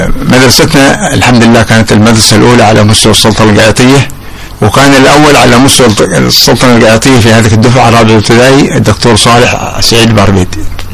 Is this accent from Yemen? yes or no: yes; Qaydun, Hadhramaut, Yemen; من مواليد منطقة قيدون مديرية دوعن عام 1954. تعلمت في المعلامة الأولى تعليم الأهلي في قيدون في رباط الحداد